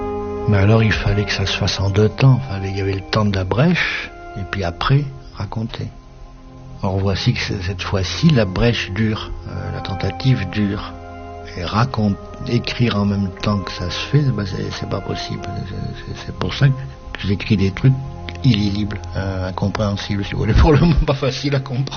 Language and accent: French; Berck, Hauts-de-France, France; Mais vous savez, à Berck, ma ville natale, c'est une ville de...